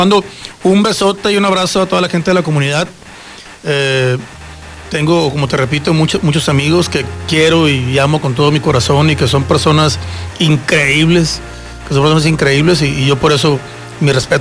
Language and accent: Spanish; Culiacán, Sinaloa, Mexico; born there; Yo soy de Culiacán, Sinaloa